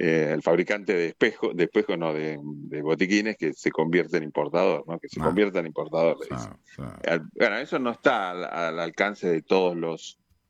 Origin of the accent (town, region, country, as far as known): Argentina